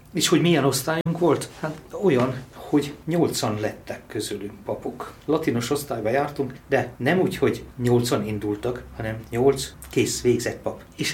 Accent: Pápa, Veszprém County, Hungary; Pápán születtem, azóta is itt élek.

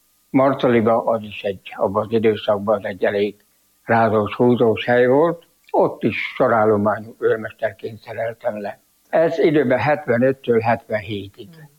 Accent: Törtel, Pest, Hungary; born or raised there

